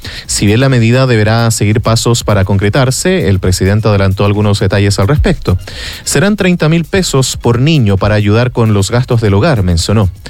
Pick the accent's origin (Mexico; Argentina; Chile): Chile; Nuestro país es sísmico